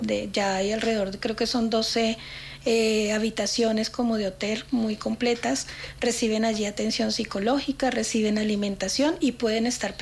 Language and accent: Spanish; Colombia; now in Ecuador; Yo soy colombiana